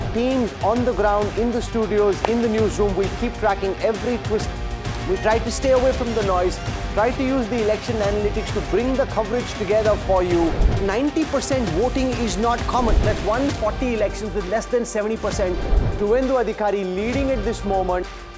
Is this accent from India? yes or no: yes; Chennai, Tamil Nadu, India; I was born and I grew up in Chennai